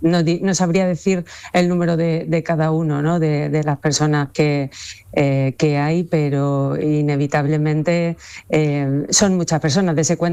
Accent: Ceuta, Spain; es lo que sentimos los ceutíes en estos momentos

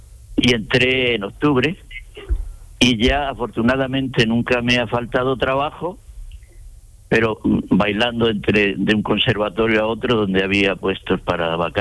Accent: Águilas, Region of Murcia, Spain; now in Linares, Spain; Yo soy de Águilas, un pueblo de Murcia que está lindando con Almería.

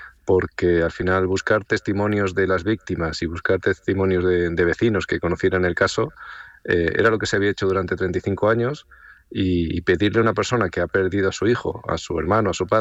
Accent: Extremadura, Spain; he visitado Puerto Rico un par de veces, porque yo soy de Extremadura, pero no soy en concreto de la zona de La Serena

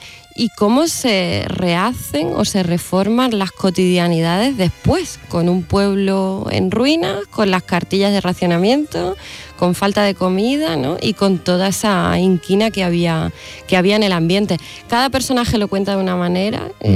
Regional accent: Spain; Entonces, al final, nos ha constituido como españoles porque ha sido un acontecimiento muy largo y capaz de crear subjetividades.

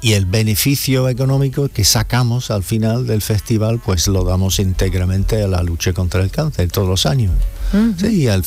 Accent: Liverpool, North West England, United Kingdom; now in Spain; Yo soy de Inglaterra, de Liverpool. De Liverpool y de Valentina de la Concepción también.

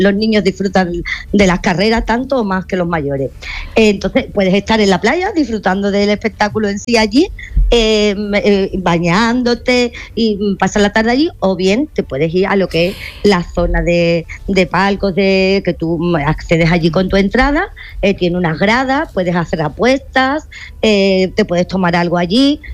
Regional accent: Seville, Andalusia, Spain; Bueno, perdona, yo soy de Sevilla.

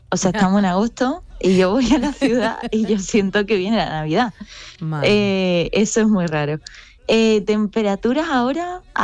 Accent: Cádiz, Andalusia, Spain; accent: mix; moved away as an adult; also born or lived in Madrid; now in Uruguay; Bueno, yo soy de allí, de Cádiz. Cuando estudié la carrera me fui a Madrid unos años.

